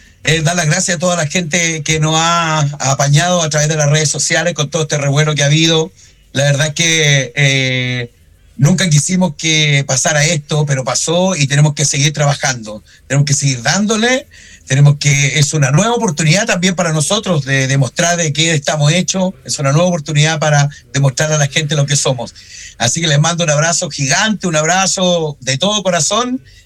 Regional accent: Punitaqui, Coquimbo, Chile; now in Ovalle, Chile; Bueno, nosotros somos de Punitaqui. Yo soy oriundo de Punitaqui. La tierra de los molinos, la música y la amistad, como dicen las animaciones. Y Punitaqui queda a 25 kilómetros de Ovalle. Yo vivo en Ovalle, ya, con mi familia y todo.

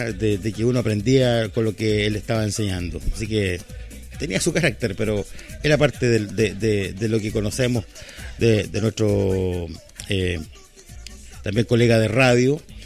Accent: Maule, Chile; para quienes somos de la Quinta Norte

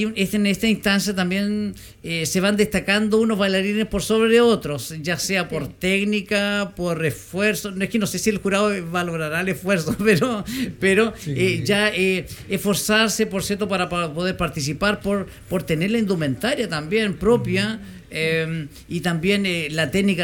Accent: Maule, Chile; Nosotros somos del Maule

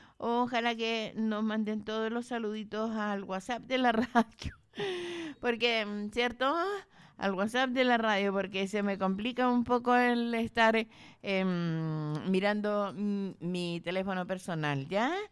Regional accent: Santa Cruz, O'Higgins, Chile; born or raised there

